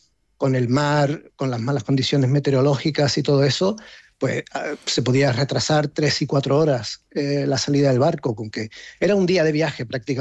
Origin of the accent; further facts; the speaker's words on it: La Línea de la Concepción, Andalusia, Spain; also born or lived in Gibraltar; yo nací en Gibraltar también, pero mi madre de la línea. Entonces, claro, mi padre trabajaba aquí en Gibraltar y, o sea, aunque nosotros vivíamos en la línea